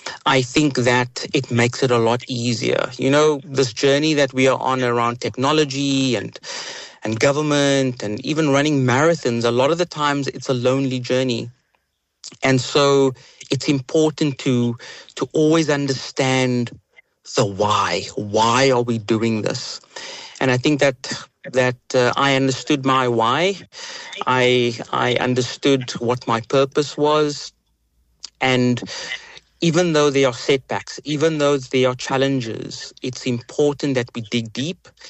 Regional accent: Western Cape, South Africa; But I'm from Bahar on the Cape Flats. And so I think South Africans and Capetonians understand what resilience is about.

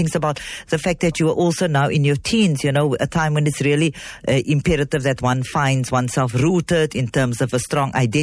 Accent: Gauteng, South Africa; growing up in Gauteng for the most part

